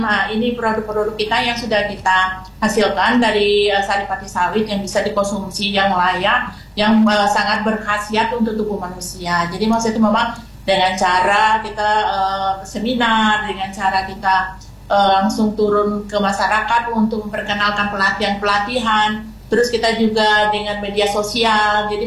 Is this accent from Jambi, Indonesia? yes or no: yes; Jambi, Indonesia; kita bangga sebagai anak Kabupaten Bungo dan Provinsi Jambi Indonesia